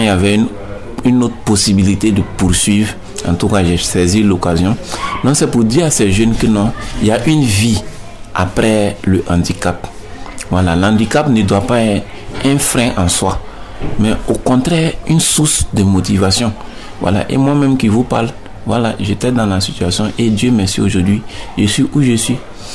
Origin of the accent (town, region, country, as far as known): Burkina Faso